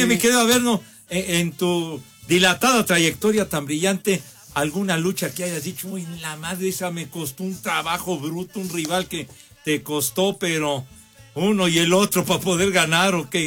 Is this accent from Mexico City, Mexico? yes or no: yes; Iztapalapa, Mexico City, Mexico; Charro, yo soy de Iztapalapa.